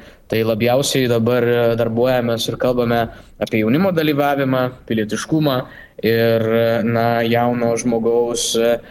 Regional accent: Vilnius, Vilnius County, Lithuania; Aš vilnietis esu

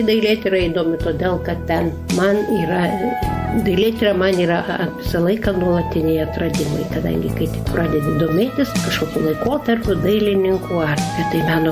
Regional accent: Vilnius, Vilnius County, Lithuania; now in Utena, Lithuania; Na, iš tikrųjų, aš esu vilnietė ir Vilniuje ir mokyklą baigiau Salomėjos Nėries

